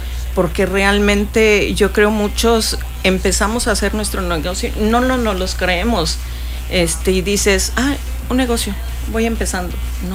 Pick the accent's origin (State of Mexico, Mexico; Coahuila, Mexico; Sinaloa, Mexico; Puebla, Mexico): Puebla, Mexico; moved away as an adult; now in Cancún, Mexico; Nosotros somos de Puebla, ya estamos aquí, ya tenemos 15 años aquí en Cancún, ya somos cancunenses.